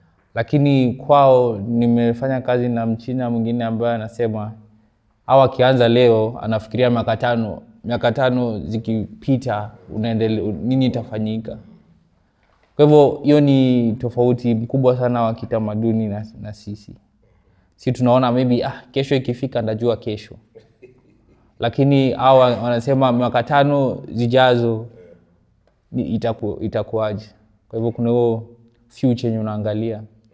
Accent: Nairobi, Kenya; Swahili is a second language; moved away as an adult; mimi ni kijana nimelelewa Kibera. Nimelelewa huko

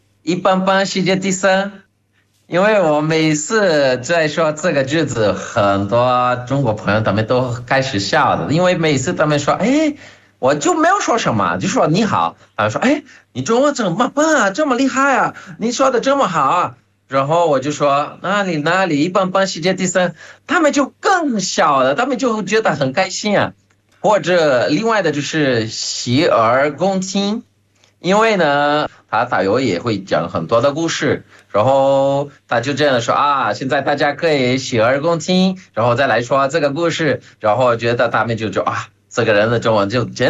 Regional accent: Brazil; Chinese is a second language

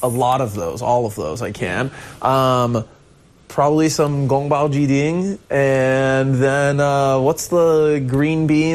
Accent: Shanghai, China; also born or lived in Hong Kong / Taiwan; I was born in Hong Kong, lived in Shanghai for a couple years, and then our family moved to Taiwan for, I think, 2 or 3 years, and my sister was born there. And then basically for like the ages you can remember, I was in Shanghai.

